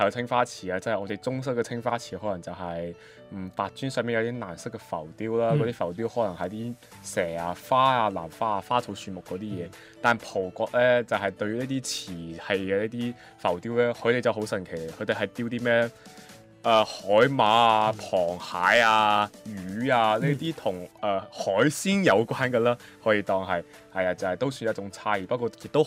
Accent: Macau; moved away as an adult; 我身為一個澳門人，我在澳門生活了十八年，

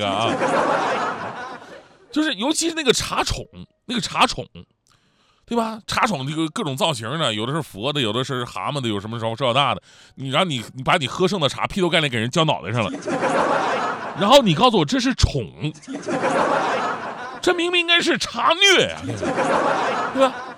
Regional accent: Northeast China, China; 我们东北人

